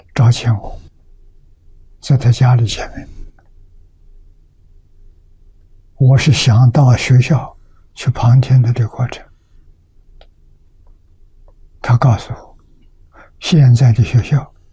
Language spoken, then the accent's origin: Chinese; Lujiang, Anhui, China; 我的老家在渝江，我们相聚很近，不远，啊，我的老家跟桐城是邻县